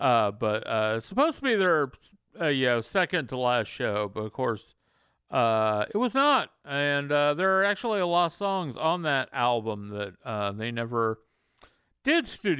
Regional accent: Texas, United States; I was from Texas

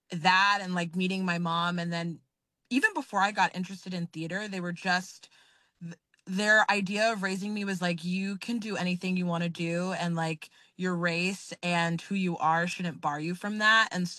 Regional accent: Maplewood, New Jersey, United States; also born or lived in South Orange / West Orange; now in New York City, United States; So I grew up in Maplewood, and then I moved to South Orange, and then I moved to West Orange. And yeah, and now I live in New York City.

